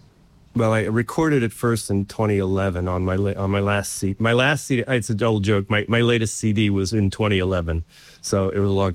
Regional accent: Winchester, Virginia, United States; also born or lived in Brooklyn, United States / Long Island, United States; I was born in Brooklyn. I lived there first couple of years of my life. Then we moved to Long Island for like first few years of grade school. Then we moved to Winchester, Virginia, which is where I kind of grew up

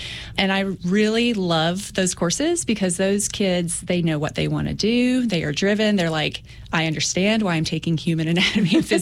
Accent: Saltville, Virginia, United States; So I am from Saltville, which is just a couple of miles down the road. And I really just wanted to stay very close to home.

